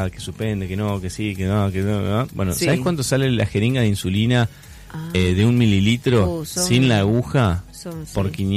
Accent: Argentina; como argentino que soy

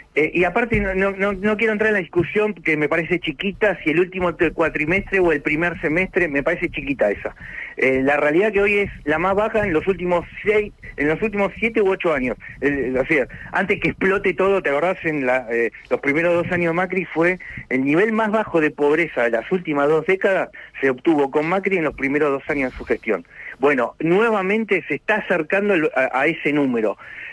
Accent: Argentina

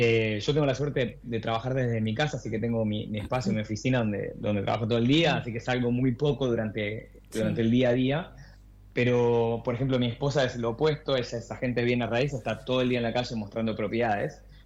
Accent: Argentina; moved away as an adult; now in Texas, United States; no dejo de ser argentino

